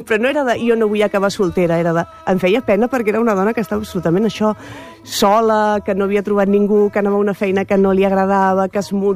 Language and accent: Catalan; Mataró, Catalonia, Spain; jo soc de Rocafonda també, com el Lamin Jamal